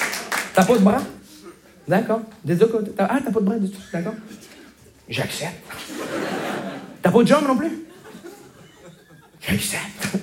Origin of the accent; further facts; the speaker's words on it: Montreal, Quebec, Canada; Bonjour, je me présente … je viens de Montréal.